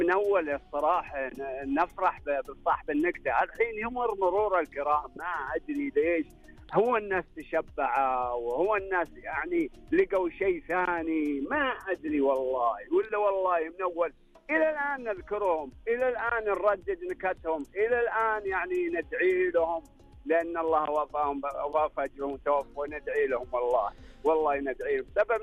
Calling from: Unaizah, Al-Qassim, Saudi Arabia; من عنيزة.

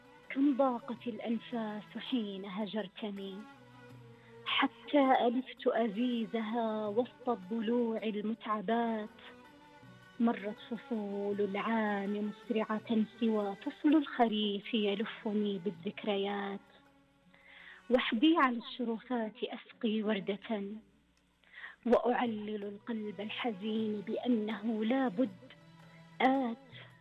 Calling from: Taif, Makkah Province, Saudi Arabia; أكلمك من محافظة الطائف

